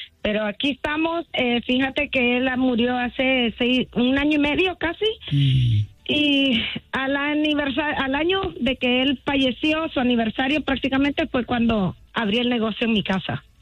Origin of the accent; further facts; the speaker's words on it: Managua, Nicaragua; Sí, de hecho, soy de Nicaragua, de la capital de Managua.